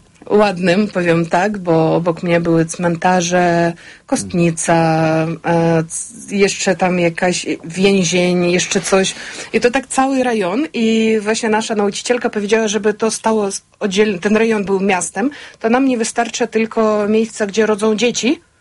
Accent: Dnipro, Dnipropetrovsk Oblast, Ukraine; Polish is a second language; moved away as an adult; now in Poland; Urodziłam się w mieście Dnipro, więc to jest centrum bliżej tak do wschodu Ukrainy.

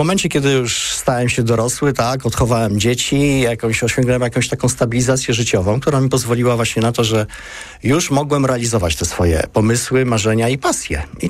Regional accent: Łódź, Łódź Voivodeship, Poland; ja jestem wychowankiem blokowiska łódzkiego

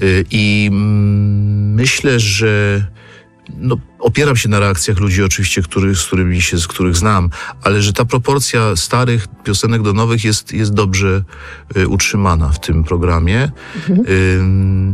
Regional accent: Kraków, Lesser Poland, Poland; przyznajemy się do tego Krakowa, chociaż już tylko ja i Szczerba jesteśmy z Krakowa w zespole

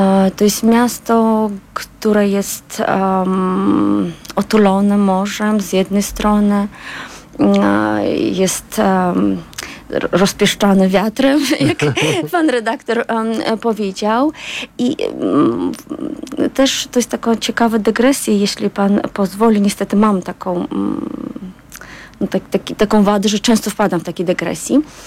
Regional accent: Baku, Azerbaijan; moved away as an adult; now in Poland; Urodziłam się w Baku, w Azerbejdżanie. Jeszcze radzieckim

